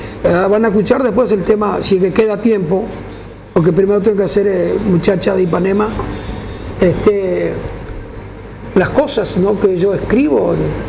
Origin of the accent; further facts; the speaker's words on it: Paraguay; also born or lived in Argentina; Por eso yo digo de que soy un paraguayo nacido en Argentina